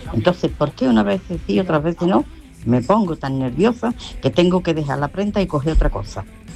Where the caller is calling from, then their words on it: Alcalá, Spain; Hola, buenas tardes. … de Alcalá.